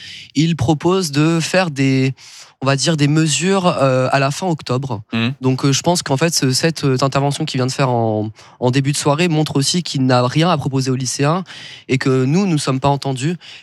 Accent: Marseille, Provence-Alpes-Côte d'Azur, France; moi je viens de Marseille, donc le temps que je rentre chez moi, je serai évidemment dans la rue

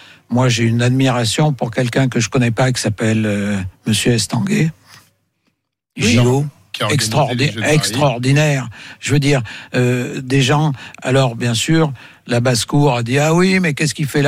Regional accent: Auvergne-Rhône-Alpes, France; c'est bon, moi, je suis auvergnat, alors.

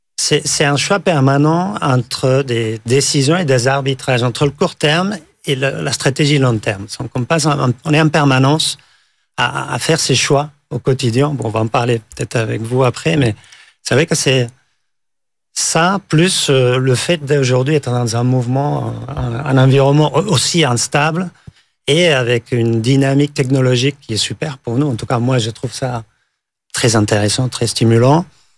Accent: Catalonia, Spain; French is a second language; moved away as an adult; now in Paris, France

